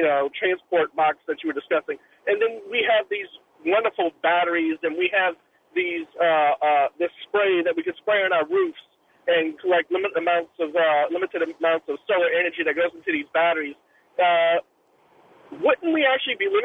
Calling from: Gulf Coast, United States; I'm calling from the Gulf Coast.

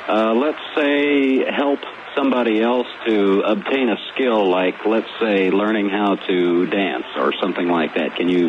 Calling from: Kansas City, Missouri, United States; I'm calling from Kansas City

